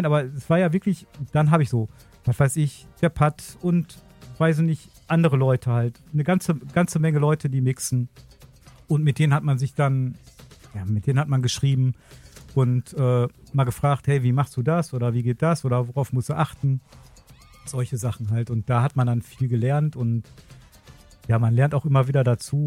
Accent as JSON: {"language": "German", "town": "Gladbeck", "region": "North Rhine-Westphalia", "country": "Germany", "tie": "born or raised there", "said": "Und dann hat mir auch jemand gesagt, bei uns in Gladbeck, da gab es so einen kleinen Plattenladen. Da bin ich immer reingegangen. Da habe ich mir jeden Monat von meinem Taschengeld."}